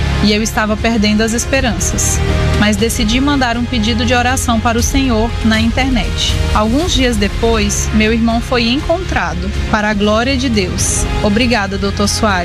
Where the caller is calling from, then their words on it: Romania; falo da Romênia.